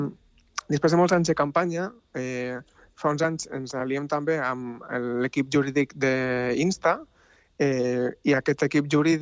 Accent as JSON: {"language": "Catalan", "town": "Tarragona", "region": "Catalonia", "country": "Spain", "said": "Bueno, jo sóc de Tarragona, eh? Però jo estic vivint al País Basc i per tant, hem tocat el tema una mica com a personal, no?"}